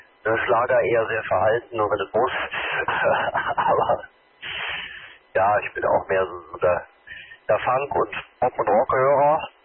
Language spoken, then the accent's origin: German; Frankfurt am Main, Hesse, Germany; Der ist ja irgendwo in Frankfurt am Main, wo ich herkomme, auch so ein Stück weit entstanden, der Techno, ne?